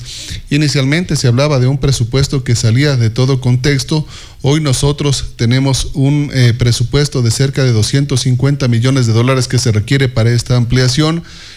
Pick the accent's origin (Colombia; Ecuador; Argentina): Ecuador; Chimborazo; Como chimboracenses, como ecuatorianos